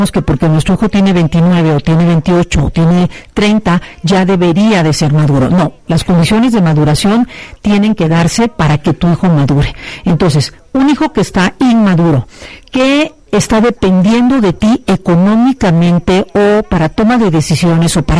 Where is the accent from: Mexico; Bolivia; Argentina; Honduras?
Mexico; Veracruz; moved away; also born or lived in Puebla; yo soy de Veracruz y mi salir al mundo fue de Veracruz a Puebla. Y fue un evento en mi vida.